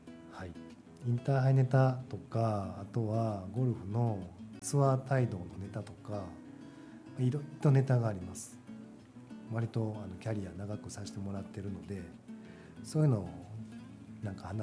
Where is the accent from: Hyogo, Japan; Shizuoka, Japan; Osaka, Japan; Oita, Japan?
Hyogo, Japan; Kobe; born there; 生まれは神戸市です。神戸市灘区六甲道の商店街で生まれたようです。